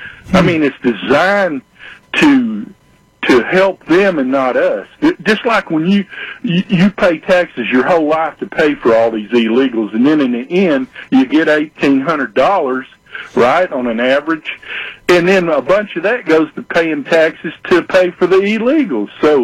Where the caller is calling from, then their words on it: United States; as an American